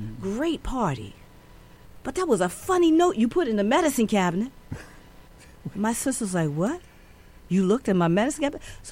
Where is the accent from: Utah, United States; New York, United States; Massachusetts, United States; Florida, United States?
New York, United States; born there; also born or lived in Harlem, New York / Bronx, New York; I was born in Columbia Presbyterian, not too far from here.